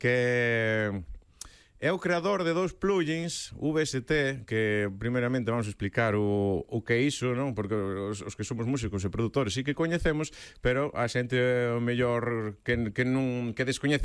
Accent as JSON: {"language": "Galician", "region": "Galicia", "country": "Spain", "said": "aquí somos galegos, somos de Galicia"}